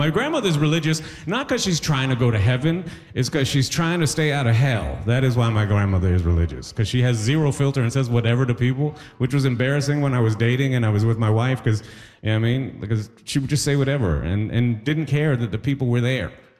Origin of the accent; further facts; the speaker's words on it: Toronto, Ontario, Canada; here I grew up in Toronto, so I'm a Trini raised in captivity. That is what I am.